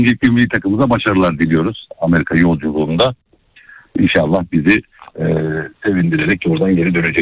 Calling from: Istanbul, Turkey; ben İstanbul'dan.

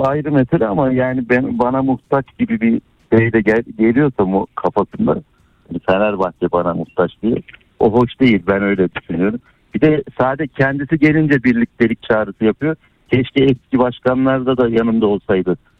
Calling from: Ankara, Turkey; Ankara'dan arıyorum.

